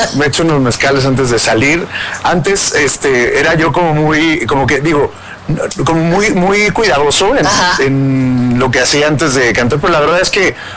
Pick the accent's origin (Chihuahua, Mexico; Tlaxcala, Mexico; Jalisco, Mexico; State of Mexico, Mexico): Tlaxcala, Mexico; Huamantla; Pues vengo de Huamantla, o sea, al final como digo, esto no sale del pueblo, pero el pueblo no sale de uno.